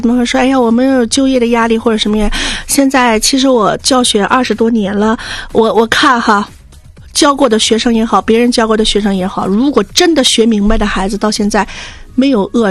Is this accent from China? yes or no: yes; Northeast China, China; accent: Northeastern; 狗狗，我们东北话叫狗狗狗